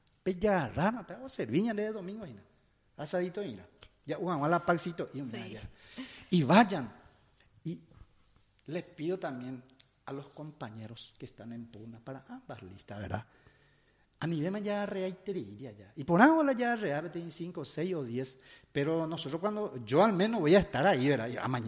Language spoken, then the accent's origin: Spanish; Juan León Mallorquín, Alto Paraná, Paraguay; now in Itá, Paraguay; desde esa época tengo residencia en la ciudad de Itá, soy oriundo de Juan León Mallorquín, Alto Paraná.